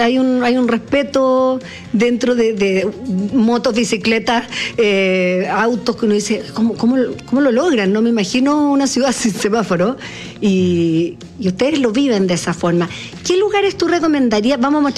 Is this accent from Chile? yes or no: yes; Chile; no puede ser que uno como chileno